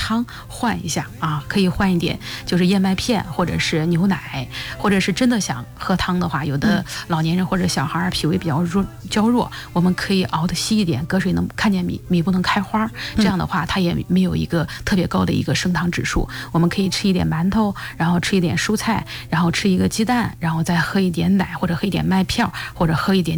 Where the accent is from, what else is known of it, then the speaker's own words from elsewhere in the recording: Henan, China; 像我们河南这边的饮食